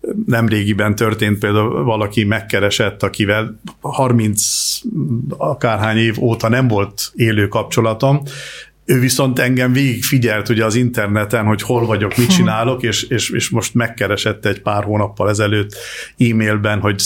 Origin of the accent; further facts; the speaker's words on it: Hungary; moved away; Az én számomra ez egy természetes dolog, hogy én egy magyar háttérből jövök, és magyarként élek a világban, akkor is, ha gyakorlatilag 39 éve már külföldön élek